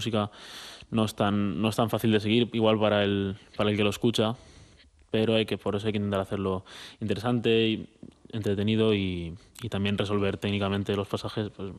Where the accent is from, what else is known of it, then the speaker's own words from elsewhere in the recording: Buñol, Valencian Community, Spain; Bueno, y además yo soy de Valencia.